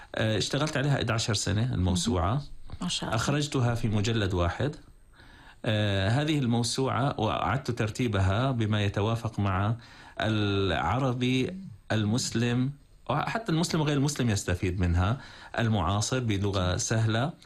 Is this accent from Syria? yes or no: yes; Syria; ونحن سوريين وطموحين.